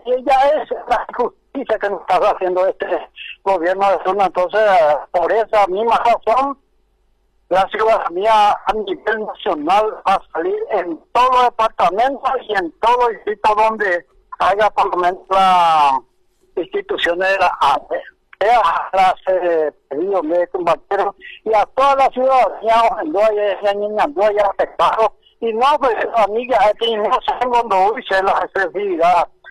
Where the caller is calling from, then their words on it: Paraguay; como ciudadanos paraguayos